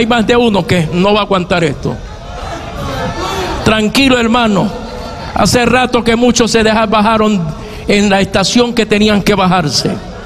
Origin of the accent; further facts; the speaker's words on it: Puerto Rico; mi tierra, Puerto Rico.